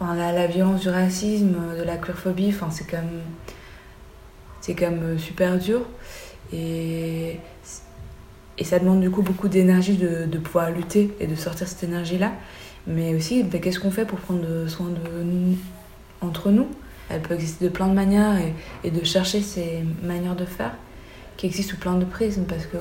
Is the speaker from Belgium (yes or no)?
yes; Belgium; comme je suis belge thaï